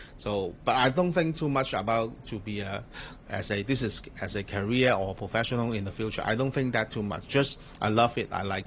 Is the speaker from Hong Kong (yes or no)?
yes; Kwun Tong, Kowloon, Hong Kong; English is a second language; So I am 43 years old now. So I was born in Hong Kong. But after graduating from the secondary school, I went to Australia to study for almost a year.